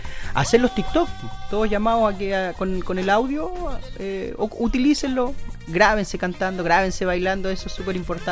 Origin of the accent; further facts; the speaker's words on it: Longaví, Maule, Chile; nosotros somos de acá de Longaví